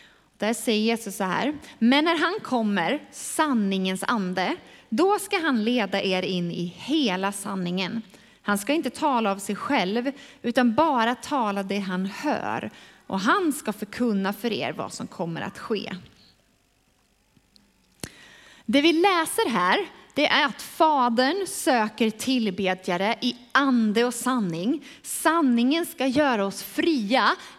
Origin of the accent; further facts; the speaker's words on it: Falköping, Västra Götaland County, Sweden; jag har vuxit upp i Falköping